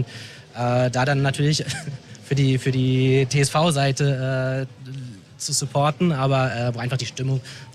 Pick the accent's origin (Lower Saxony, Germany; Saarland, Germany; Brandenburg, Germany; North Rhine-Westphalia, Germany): Lower Saxony, Germany; Osnabrück; Ja, Osnabrück ist raus, meine alte Heimat.